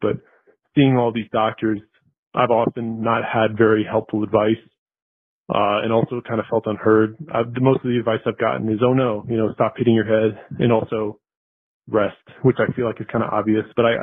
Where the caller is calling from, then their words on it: Arizona, United States; I'm calling from Arizona.